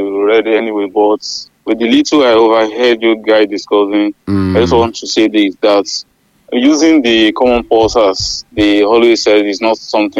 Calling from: Makama, Nigeria; I'm calling from Makama.

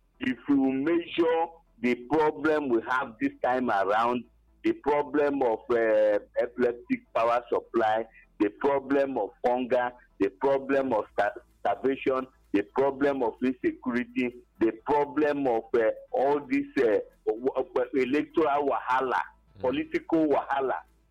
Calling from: Agbani, Enugu State, Nigeria; I'm calling from Abapani Senugu.

